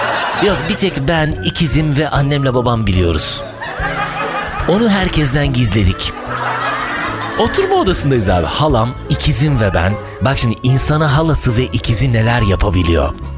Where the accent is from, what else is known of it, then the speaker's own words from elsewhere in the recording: İbriktepe, Edirne, Turkey; Köydeyiz. Trakya'nın en dip köşe köylerinden biri İbriktepe, bizim köyümüz. Kuş uçmaz, kervan geçmez bir köy. Yunanistan sınırında. Bizim evin bahçesinden baktığın zaman Yunanistan'ın ışıkları görünür. Evimiz de köyün en sonunda. Çıkışta bir yerde.